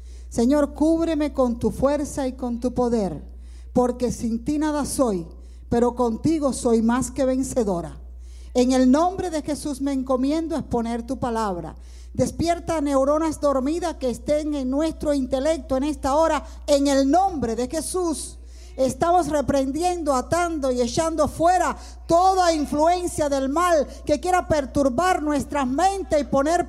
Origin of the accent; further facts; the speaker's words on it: Cuba; Sí, vengo de Cuba, bendito sea Dios. Vengo de Cuba, mi patria amada